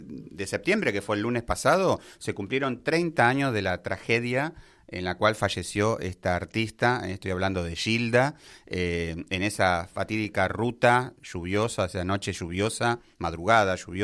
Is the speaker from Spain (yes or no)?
no; Argentina; Preguntamos todos los argentinos